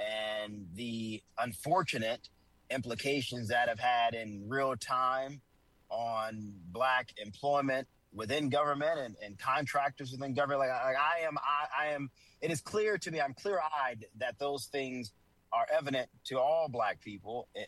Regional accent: the South, United States; You know, I grew up in the South. I grew up with my great grandmother still living into her middle 90s

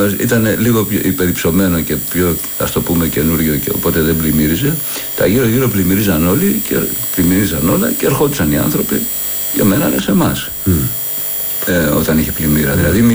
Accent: Piraeus, Attica, Greece; also born or lived in Kastella, Piraeus; Εγώ μεγάλωσα στην Καστέλα μέχρι 3 χρονών και μετά πήγαμε στα Καμίνια, στον Πειραιά. Λαϊκή οικογένεια.

